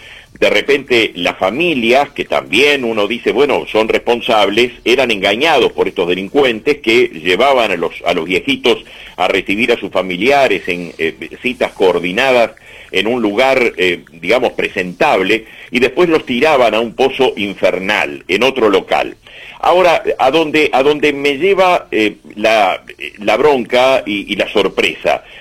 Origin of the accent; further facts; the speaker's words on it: Uruguay; como uruguayo soy y Uruguay me interesa